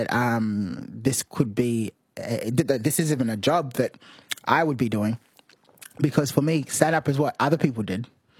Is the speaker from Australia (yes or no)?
yes; Sydney, New South Wales, Australia; so like when I celebrate being an Australian, people will tell me that I'm not. And when I celebrate about being Sydney's, people will say, why don't you go back then?